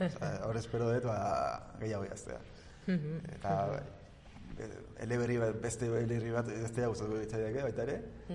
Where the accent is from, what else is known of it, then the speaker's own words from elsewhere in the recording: Villabona, Basque Country, Spain; born there; now in Urdiain, Spain; Ni jaio naiz, Bilabonan, eta Urdiain daramat, ba, 6 urte ingo ditut.